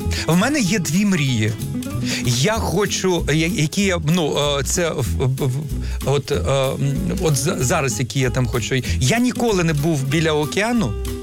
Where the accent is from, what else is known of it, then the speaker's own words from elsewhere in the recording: Crimea, Ukraine; born there; Там, де я народився, я там не був вже понад 12 років. Я народився в Криму, мені дуже хочеться туди.